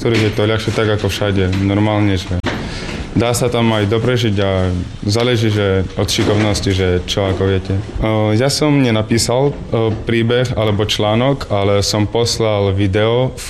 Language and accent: Slovak; Jarovnice, Prešov Region, Slovakia; pochádzam z Jarovnic